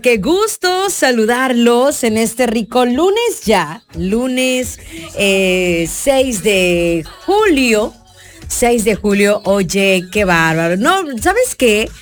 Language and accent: Spanish; Mexico